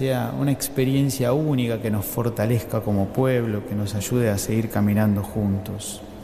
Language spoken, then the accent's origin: Spanish; Argentina; como argentinos podamos dar la bienvenida a todos